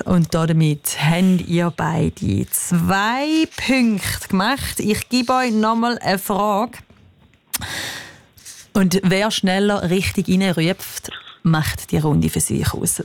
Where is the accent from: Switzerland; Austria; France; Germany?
Switzerland; Eastern Switzerland; Es ist tatsächlich die Erfahrung, dass wir Ostschweizer ein bisschen zu schnell sind für euch.